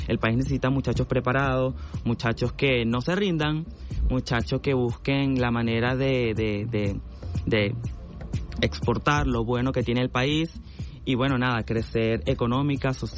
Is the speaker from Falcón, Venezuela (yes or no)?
yes; Falcón, Venezuela; soy de Paraguaná, soy un niño, un joven paraguanero, crecí en la playa, la arena, la gente, el sol.